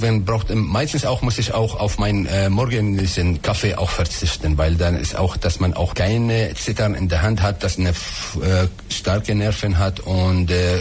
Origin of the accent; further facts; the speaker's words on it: Aleppo, Aleppo Governorate, Syria; German is a second language; moved away as an adult; now in Germany; Ursprünglich komme ich aus Syrien, ich bin in Aleppo geboren und 2005 habe ich mich entschieden, nach Deutschland zu kommen, um meinen Facharzt zu erlangen.